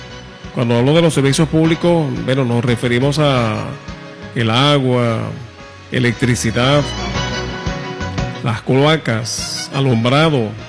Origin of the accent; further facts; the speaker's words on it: Venezuela; lo que nosotros realmente nos merecemos como venezolanos.